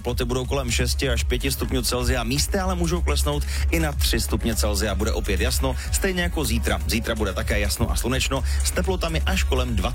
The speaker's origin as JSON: {"language": "Czech", "town": "Zlín", "region": "Zlín Region", "country": "Czechia", "said": "a to bylo v Kroměříži, protože já jsem z Lína, že jo"}